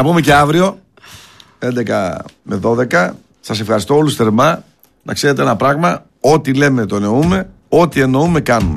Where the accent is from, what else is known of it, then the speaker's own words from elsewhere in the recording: Thessaloniki, Central Macedonia, Greece; born there; also born or lived in Neapoli, Thessaloniki / a village (name garbled); Από χωριό είμαι και δεν αλλάζω άποψη. Μεγάλωσα στη Νεάπολη για μερικά χρόνια, μετά στο Κορδελιό πάρα πολλά χρόνια, δυτικές συνοικίες, άνθρωπος των δυτικών συνοικιών